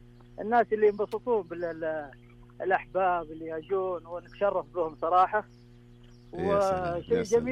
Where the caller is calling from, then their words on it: Abha, Asir, Saudi Arabia; من أهل أبها